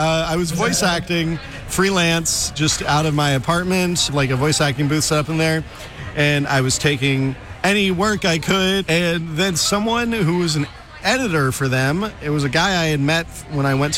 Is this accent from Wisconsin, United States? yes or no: no; Sugar Land, Texas, United States; Absolutely surreal. I'm from Houston. I grew up in Sugar Land